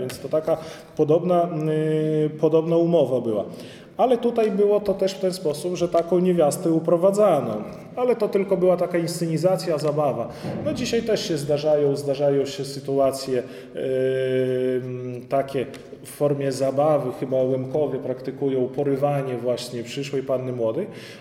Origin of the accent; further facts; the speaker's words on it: Podlaskie Voivodeship, Poland; tutaj u nas na Białostoczyźnie jest bardzo silnie, że my odwiedzamy, tak?